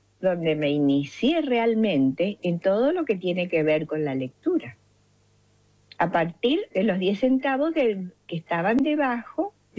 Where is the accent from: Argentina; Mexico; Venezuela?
Argentina; Reconquista, Santa Fe; Mi pueblo tenía una plaza hermosa, redonda, una plaza clásica